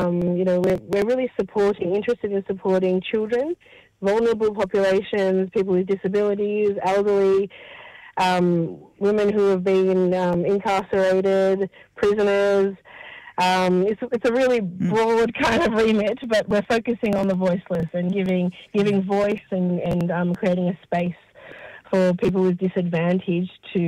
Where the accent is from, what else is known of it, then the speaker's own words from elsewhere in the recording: Melbourne, Victoria, Australia; moved away as an adult; now in Canberra, Australia; I grew up in Melbourne, exactly. So I come here at a young age, and I've been I was in Melbourne for a good part of the first part of my life, actually, till the age of about 25, and then I moved to Canberra.